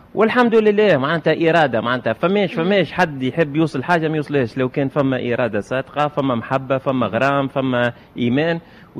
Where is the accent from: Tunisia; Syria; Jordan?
Tunisia; Sousse, Sousse Governorate; ليني ولد المدينة وولد سكان المدينة.